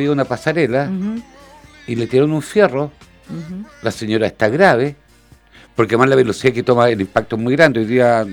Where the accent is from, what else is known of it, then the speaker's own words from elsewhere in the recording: Chile; also born or lived in Viña del Mar; Cuando era cabro, aquí comíamos mucho churrasco